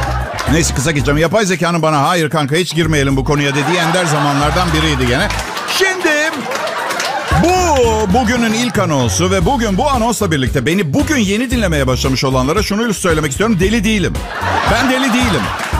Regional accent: Istanbul, Turkey; moved away as an adult; also born or lived in Tophane, Istanbul; now in Bodrum, Turkey; bir İtalyan vatandaşıyım. Hayatımın büyük bölümünü Türkiye'de yaşadım. Danilo Şef gibi 3 hafta önce gelmedim. Tophane'de doğdum, Şişli'de büyüdüm. Türkçem bir harika. 5 senedir Bodrum'da yaşıyorum.

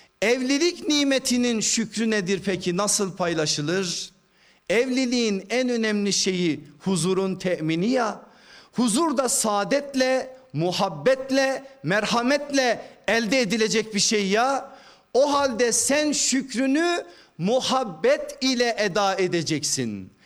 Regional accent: Erzurum, Turkey; Ben Erzurumluyum, biraz önce de söyledi kardeşimiz.

